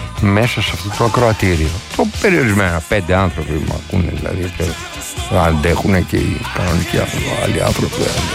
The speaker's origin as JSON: {"language": "Greek", "country": "Greece", "said": "Θα ήμασταν ωραίοι ως Έλληνες"}